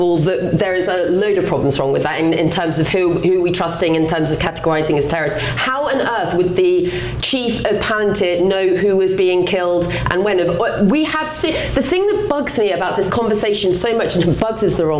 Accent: London, United Kingdom; as a Londoner myself, no, I don't want, if I was living in London right now, I don't want my tax dollars going to that company

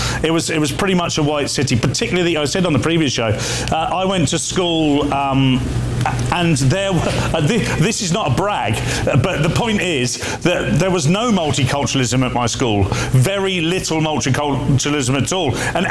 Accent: Portsmouth, South East England, United Kingdom; So I grew up in Portsmouth. I watched Portsmouth and the area I grew up in, just outside of Portsmouth, change completely.

